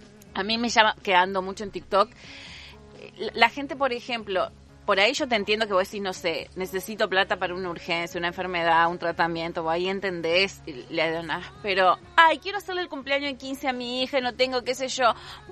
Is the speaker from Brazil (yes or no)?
yes; Brazil; Spanish is a second language; moved away as an adult; now in Argentina; yo acá a la Argentina vine a trabajar y gozo de las mismas posibilidades que cualquier argentino. Yo en mi país, por ser negro, no.